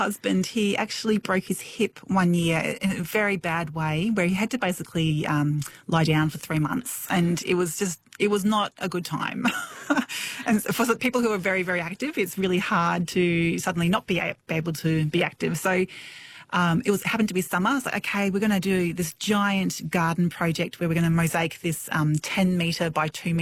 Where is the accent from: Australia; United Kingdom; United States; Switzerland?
Australia; Brisbane, Queensland; I grew up in Brisbane, and when I go back there, I was like, oh, I just feels like, you know, it's home is in your bones.